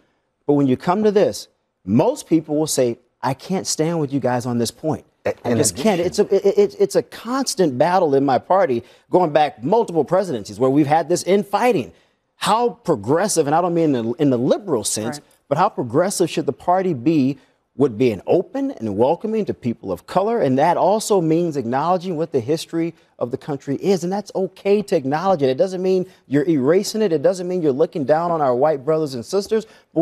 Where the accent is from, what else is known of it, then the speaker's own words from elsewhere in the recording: the South, United States; I mean, obviously, I grew up in the South.